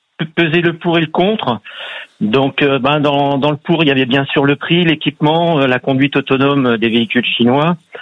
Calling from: Ajaccio, Corsica, France; Moi, j'habite en Corse. Et à Ajaccio

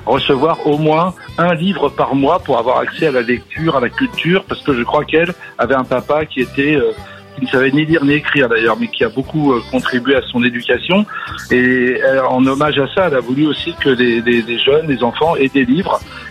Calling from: Normandy, France; Je vous appelle de 40 ans les Marais dans la Manche, dans 50, en Normandie.

